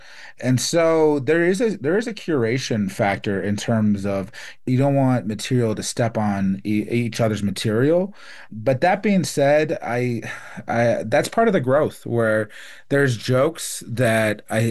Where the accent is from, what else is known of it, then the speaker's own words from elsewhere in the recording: Phoenix, Arizona, United States; also born or lived in Vanderwagen, New Mexico; So I grew up in living in Phoenix, and then for winters and summers, I'd go back with my mom up in Vanderwagen, New Mexico, and just live out there on the res.